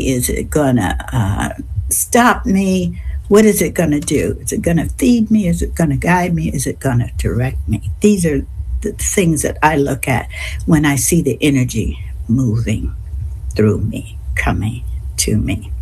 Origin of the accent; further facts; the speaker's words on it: Chicago, Illinois, United States; now in California, United States; I'm in California, but I'm praying for the person that's in Boston or Chicago, my hometown.